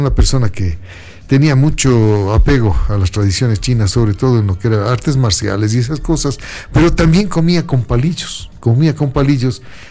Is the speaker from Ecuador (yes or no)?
yes; Carchi, Ecuador; soy del Carchi, tierra linda, ¿se acuerda?